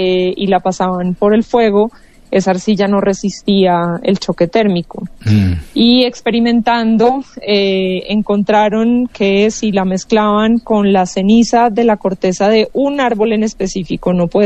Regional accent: Colombia; como latinoamericana, como colombiana

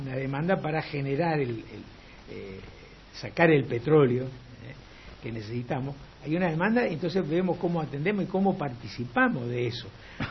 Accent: Quitilipi, Chaco, Argentina; yo soy de Quitilipi, además, yo vivía enfrente de la fábrica.

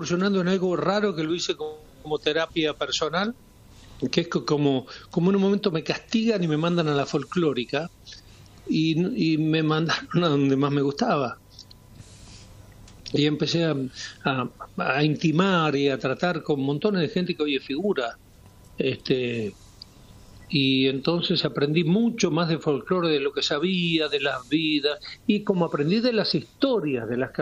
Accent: Patagonia, Argentina; moved away; Yo vengo de la Patagonia profunda y mi única compañía en la mitad del campo era la radio.

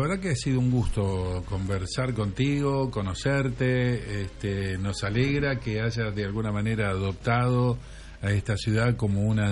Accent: Argentina; nos conozcan como somos los argentinos

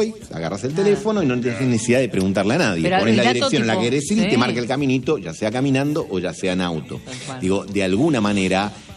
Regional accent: Buenos Aires, Argentina; Escúchame, yo me crié en Saavedra, nací en Saavedra y me crié en Saavedra.

